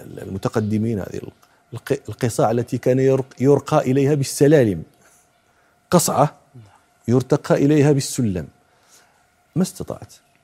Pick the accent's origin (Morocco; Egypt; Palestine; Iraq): Morocco; وأنا شاب مراهق كنت جالسا على ناصية طريق في إحدى المدن القديمة عندنا في المغرب